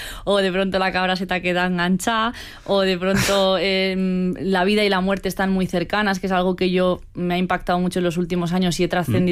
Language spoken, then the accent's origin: Spanish; Castilla-La Mancha, Spain; Es un pueblo, sí, que pertenece a Cuenca, pero no está en la serranía, sino que está en la Mancha Baja.